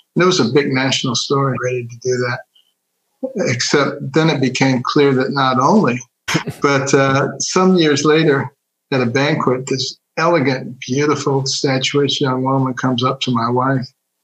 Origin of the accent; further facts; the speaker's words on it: Detroit, Michigan, United States; also born or lived in Ann Arbor / Baltimore; Well, I grew up in Detroit, a very liberal city, medical school in Ann Arbor, a very liberal city, and then to internship residency in Baltimore, a very liberal city.